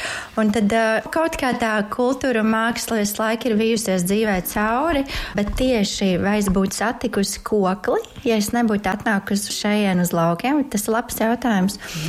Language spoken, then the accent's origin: Latvian; Riga, Latvia; moved away as an adult; now in Dobele, Latvia; es pat esmu no Rīgas, 20 gadus Rīgā